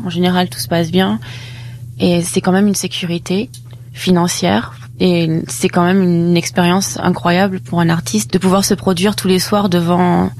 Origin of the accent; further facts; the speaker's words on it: Corsica, France; also born or lived in Nice / Paris; now in Las Vegas, United States; En fait, je suis corse. Donc, de Corse, j'ai eu une bourse d'études pour le conservatoire de Nice